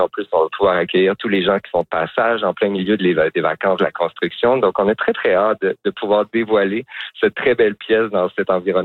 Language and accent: French; Quebec, Canada; Puis comme je viens de la Gaspésie, ici, de la baie des Chaleurs, ben pour moi, c'est vraiment, comment je dirais, un moment super important au sens où ben, c'est ici que j'ai appris à faire du théâtre là, derrière à la polyvalente Antoine Bernard.